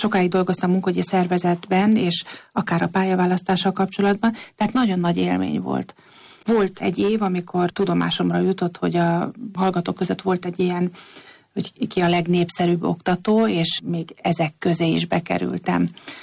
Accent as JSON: {"language": "Hungarian", "town": "Esztergom", "region": "Komárom-Esztergom", "country": "Hungary", "said": "mi esztergomiként láttuk azt, hogy mekkora küzdelem is volt."}